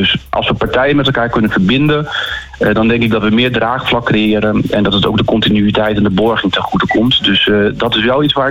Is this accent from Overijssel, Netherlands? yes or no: no; Groningen, Netherlands; also born or lived in Friesland; now in Utrecht, Netherlands; Mijn wieg die stond in Friesland, maar mijn hart ligt in Groningen. Ik ben hier volwassen geworden